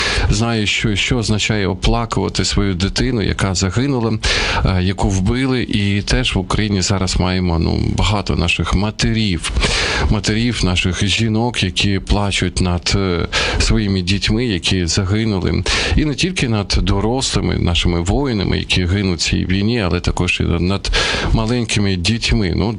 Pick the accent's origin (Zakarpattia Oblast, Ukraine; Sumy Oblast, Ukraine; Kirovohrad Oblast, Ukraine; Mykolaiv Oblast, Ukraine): Sumy Oblast, Ukraine; Sumy; now in Kyiv, Ukraine; в моїх рідних Сумах